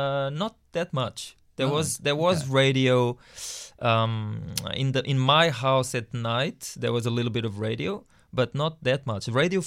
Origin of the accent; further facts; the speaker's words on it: Lisbon, Portugal; born there; English is a second language; moved away; I was born in beautiful Portugal. It's very, very nice little country in Western Europe, Southern Western Europe.